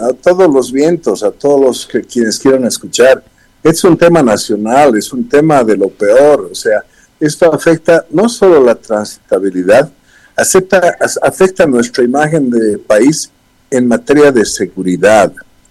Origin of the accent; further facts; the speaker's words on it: Bolivia; pudiéramos ser capaces como bolivianos